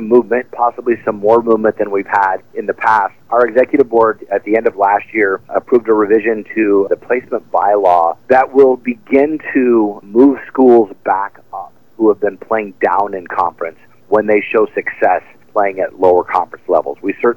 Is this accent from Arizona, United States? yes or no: yes; Arizona, United States; also born or lived in Indiana; We're originally from Indiana. We moved here when I was a kid and went to elementary school and middle school and high school here in Arizona.